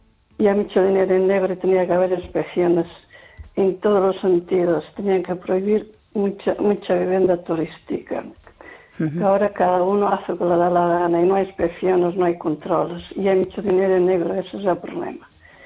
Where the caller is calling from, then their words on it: Lugo, Galicia, Spain; Hola, buenas noches